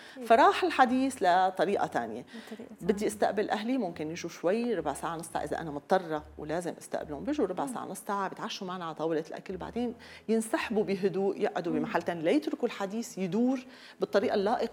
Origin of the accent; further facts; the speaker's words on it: Syria; أسلوب حديثنا كسوريين. نحن مننطلق كتير، منحكي بصوت عالي